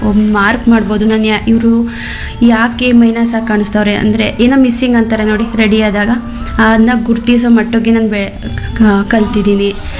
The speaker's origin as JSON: {"language": "Kannada", "town": "Hunsur", "region": "Karnataka", "country": "India", "tie": "born or raised there", "moved": "as an adult", "lives_now": "Kalkada, India", "said": "ಮೂಲತಃ ನಾನು ಕಲ್ಕುಣಿಕೆ ಹುಣಸೂರು ಹುಡುಗಿ. ಮದುವೆ ಆಗಿರೋ ನನ್ನ ಕಲ್ಕಡ ಅರಿನಹಳ್ಳಿ ಗ್ರಾಮ, ಕಲ್ಕಡ ಗ್ರಾಮ, ಅಲ್ಲಿಗೆ ನಾನು ಮದುವೆ ಆಗಿರೋದು. ಅಲ್ಲಿಂದ ಬಂದು ನಾನು ಇಲ್ಲಿ ಕಲ್ತಿರೋದು."}